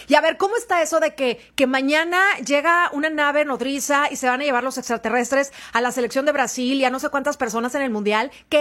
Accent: Mexico; se emocionan de más, así somos los mexicanos, la euforia de México

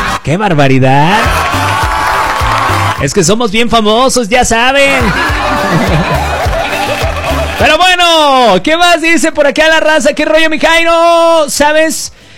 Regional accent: El Salto, Mexico; Un abrazo hasta el Salto, mi tierra.

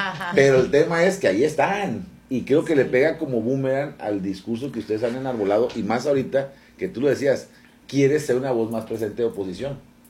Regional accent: Navolato, Sinaloa, Mexico; ya sabes cómo somos de Navolato

